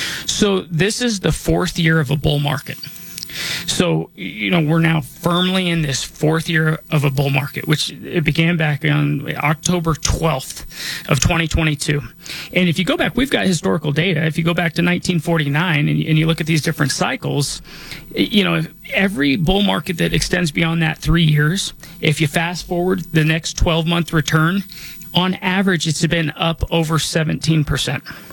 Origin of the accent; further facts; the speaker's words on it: Denver, Colorado, United States; I was born and raised here in Denver.